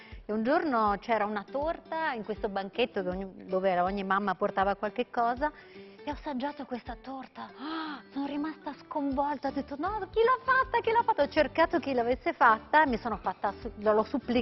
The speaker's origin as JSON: {"language": "Italian", "town": "Bolzano", "region": "Trentino-Alto Adige", "country": "Italy", "tie": "born or raised there", "said": "Mamma veneta, naturalmente, io poi nata e cresciuta a Bolzano e si sono mischiate un po' le tradizioni."}